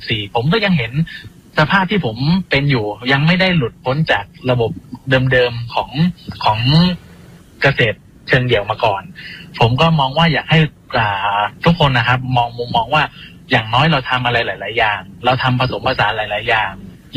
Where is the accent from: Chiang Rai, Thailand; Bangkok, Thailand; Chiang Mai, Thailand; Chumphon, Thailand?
Chumphon, Thailand; ผมเป็นคนชุมพรคนหนึ่งที่เราอยู่ในยุคที่ผ่านพ้นเรื่องราวทั้งหมดมาแล้ว